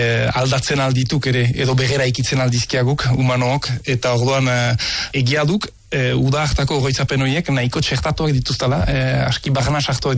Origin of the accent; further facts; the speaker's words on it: Donazaharre, Nouvelle-Aquitaine, France; Ez? Donazaharrekoa.